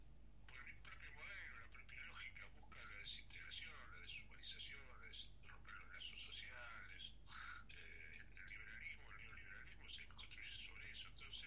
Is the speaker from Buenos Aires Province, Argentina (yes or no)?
yes; Luján, Buenos Aires Province, Argentina; Soy de la provincia de Buenos Aires, ciudad de Luján.